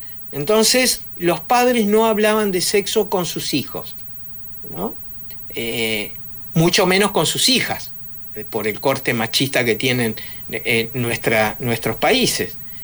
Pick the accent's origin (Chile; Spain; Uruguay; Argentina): Uruguay; Yo como uruguayo, no ecuatoriano, soy muy respetuoso de la idiosincrasia de cada país